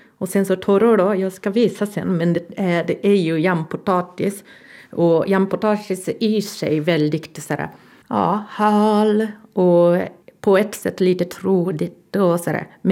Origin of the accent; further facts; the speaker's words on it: Japan; Jag har ätit väldigt mycket när jag växte upp i Japan.